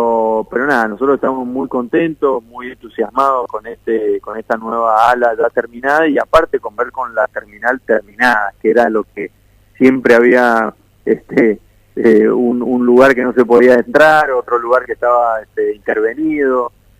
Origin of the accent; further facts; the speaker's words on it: Mendoza, Argentina; soy mendocino, soy emprendedor, empresario mendocino